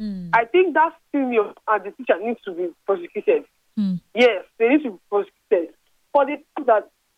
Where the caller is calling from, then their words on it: Ikoyi, Lagos, Nigeria; by the way. I'm coming from Ikoyi.